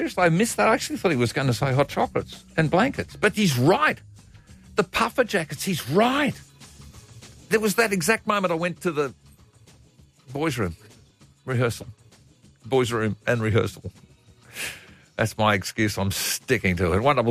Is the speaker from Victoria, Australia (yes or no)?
no; Queensland, Australia; The first instruction I was given as a Queenslander going into Canberra as a Member of Parliament